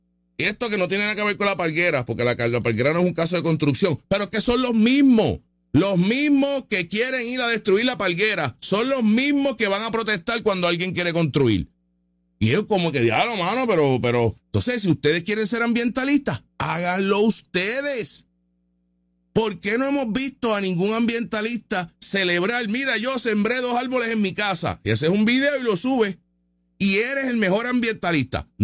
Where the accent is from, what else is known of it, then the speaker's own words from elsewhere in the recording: Puerto Rico; Entonces yo como puertorriqueño, usted como individuo, no valemos.